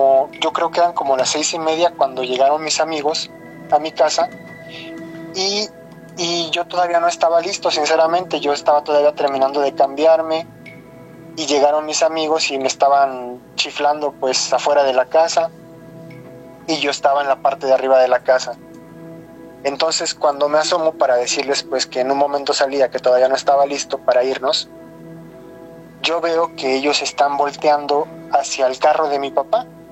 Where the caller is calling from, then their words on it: Chilpancingo, Guerrero, Mexico; Desde Chilpancingo, Guerrero.